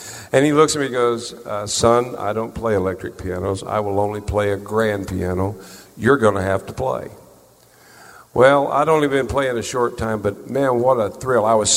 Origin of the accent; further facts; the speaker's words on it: Peoria, Illinois, United States; moved away as an adult; I'm originally from Peoria, Illinois, and I left Peoria when I was 20. I would have left sooner if I'd known that you could.